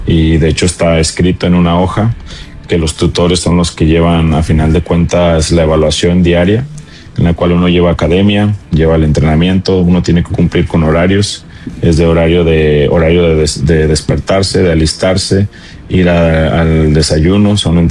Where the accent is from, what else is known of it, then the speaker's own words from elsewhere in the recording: Zacatecas, Mexico; Entonces, soy de ahí, de Nueva de Ángeles